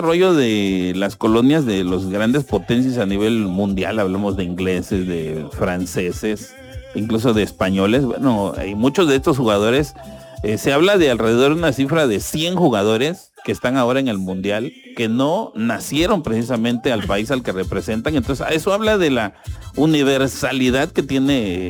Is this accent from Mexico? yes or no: yes; Mexico